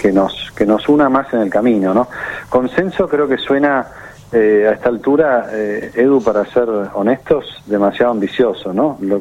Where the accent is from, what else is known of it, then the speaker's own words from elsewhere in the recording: Argentina; me parece que como argentinos es un enorme regalo tener la posibilidad de, aunque sea por tres días, tener a un papa en la región, tener un papa en Argentina